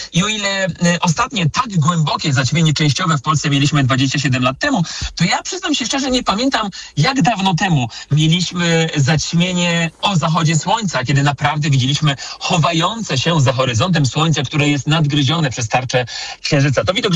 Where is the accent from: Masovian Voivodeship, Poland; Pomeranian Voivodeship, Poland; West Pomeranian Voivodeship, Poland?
Masovian Voivodeship, Poland; Warsaw; na prawy brzeg Wisły, czyli na wschodnią stronę Warszawy, skąd sam pochodzę, z Pragi Północ.